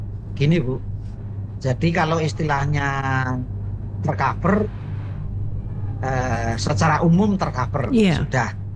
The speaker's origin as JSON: {"language": "Indonesian", "region": "Java", "country": "Indonesia", "said": "alasan saya orang Jawa."}